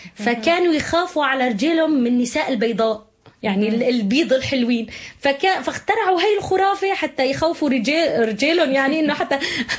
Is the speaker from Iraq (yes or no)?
no; Syria; نحن عندنا بسوريا بالشام مشهوره امنا الغوله